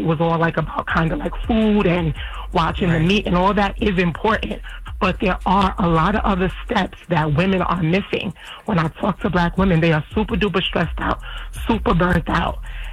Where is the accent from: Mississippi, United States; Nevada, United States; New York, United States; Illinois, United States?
New York, United States; now in Burlington, United States; I'm in Burlington. I'm from New York, but I'm in Burlington.